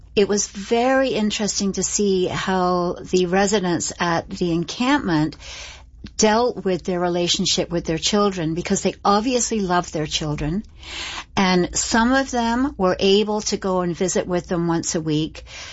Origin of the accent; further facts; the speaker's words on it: Canada; as I said, I find it, as a Canadian, I find it an embarrassment.